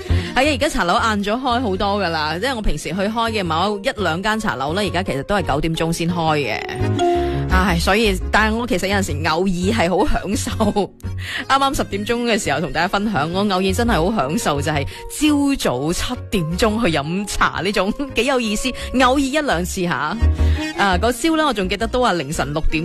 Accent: Guangdong, China; 我哋廣東人、嶺南人

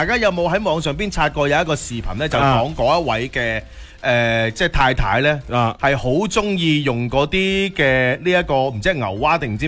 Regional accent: Guangdong, China

